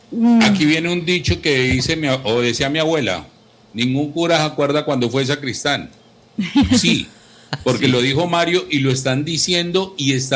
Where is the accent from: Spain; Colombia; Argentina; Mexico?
Colombia; como colombiano me siento orgulloso de ser colombiano.